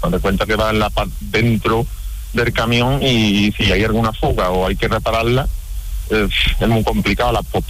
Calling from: Utrera, Andalusia, Spain; Estoy en Utrera

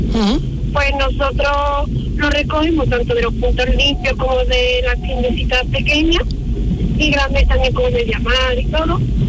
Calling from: San José de la Rinconada, Andalusia, Spain; Pues vengo desde San José, trabajo en Sevilla, en el Polígono Astores

